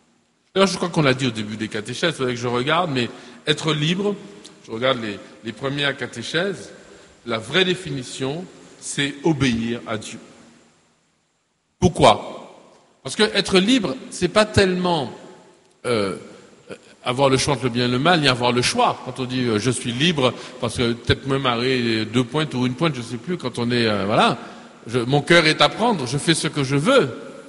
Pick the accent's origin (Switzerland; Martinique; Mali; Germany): Martinique; Je suis un Martiniquais, je suis librement un Martiniquais, je ne l'ai pas choisi.